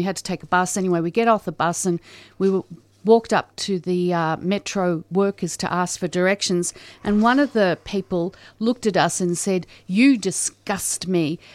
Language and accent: English; Australia; born there; Well, it's actually not my home country. I was born in Australia.